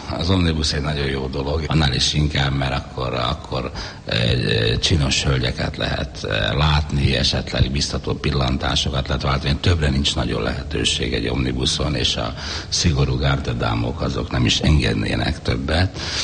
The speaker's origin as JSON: {"language": "Hungarian", "region": "Budapest", "country": "Hungary", "said": "én személy szerint én egy pesti ember vagyok"}